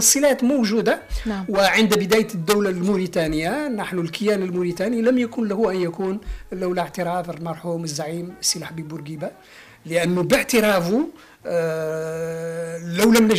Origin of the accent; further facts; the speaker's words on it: Mauritania; في المنطقة الجنوبية الغربية عندنا في موريتانيا